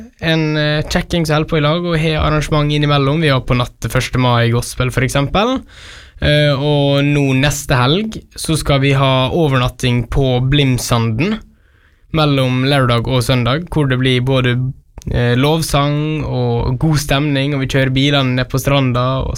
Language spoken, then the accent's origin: Norwegian; Tenfjorden, Møre og Romsdal, Norway; Jeg kommer fra Tenfjorden.